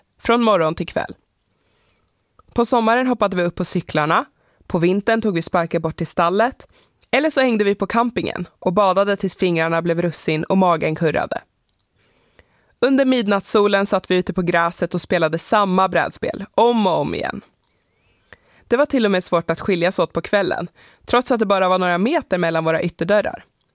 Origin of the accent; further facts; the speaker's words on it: Västerbotten County, Sweden; born there; moved away; Jag är född i södra Lappland. Mammas sida familjen kommer ifrån de små byarna Långstrand utanför Vilhelmina och Långsjöby utanför Storuman.